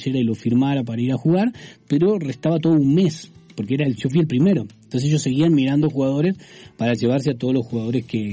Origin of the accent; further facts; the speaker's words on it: Buenos Aires, Argentina; soy de Argentina, de Buenos Aires.